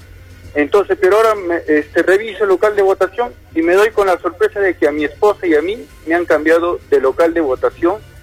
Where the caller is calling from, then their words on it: Cerro Colorado, Arequipa, Peru; yo que vivo en Seminario Pachacute, parte baja de Cerro Colorado